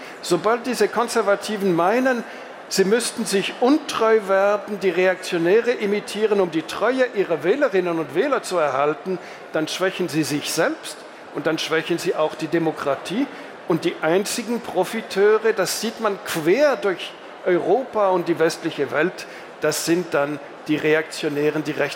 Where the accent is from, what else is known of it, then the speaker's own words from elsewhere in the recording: Switzerland; Und deshalb wende ich mich auch als engagierter Beobachter, bin ja Schweizer und Nicht-Christdemokrat, gegen die Untergangsstimmung, die derzeit in der Bundesrepublik da und dort überwiegt.